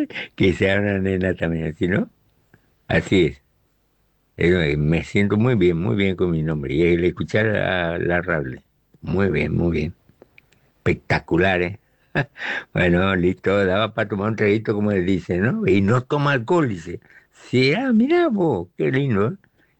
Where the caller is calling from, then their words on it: Clorinda, Formosa, Argentina; Y el próximo se iba a llamar Clorinda, como mi pueblo, ¿no? Así que, como mi ciudad, como quiera llamarle. Formosa también, de Formosa.